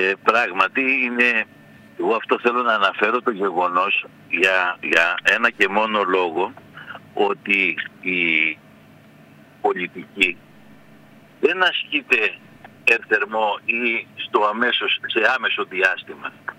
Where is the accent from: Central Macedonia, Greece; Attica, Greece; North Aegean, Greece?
North Aegean, Greece; Mytilinioi; μπορεί να είναι το χωριό μου